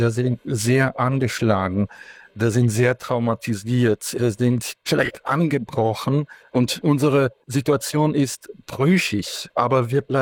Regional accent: Ivano-Frankivsk, Ivano-Frankivsk Oblast, Ukraine; German is a second language; Ich war in meiner Heimatstadt Ivano-Frankivsk im alten Stanislau.

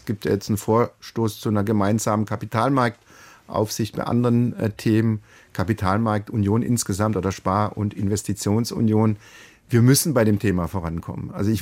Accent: Karlsruhe, Baden-Württemberg, Germany; man hört es mir auch an, als Karlsruher nahe der französischen Grenze groß geworden

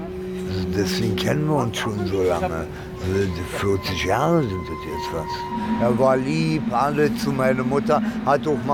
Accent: Germany; also born or lived in Italy; Hier in Deutschland. Ich bin mit zwei hier rüber.

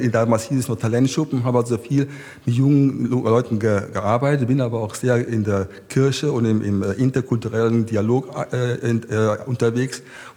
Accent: Erftstadt, North Rhine-Westphalia, Germany; ich komme aus Erfstadt und ich bin Sportwissenschaftler und Sportjournalist

